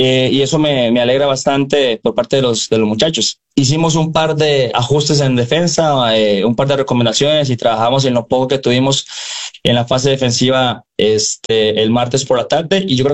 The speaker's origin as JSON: {"language": "Spanish", "country": "Costa Rica"}